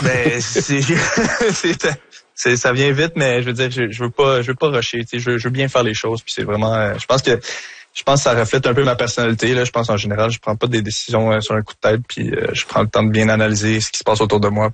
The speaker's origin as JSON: {"language": "French", "town": "Montreal", "region": "Quebec", "country": "Canada", "said": "je suis Montréalais dans l'âme"}